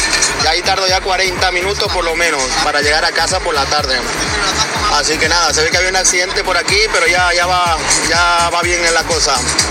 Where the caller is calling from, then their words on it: Valencia, Valencian Community, Spain; Yo soy de Valencia.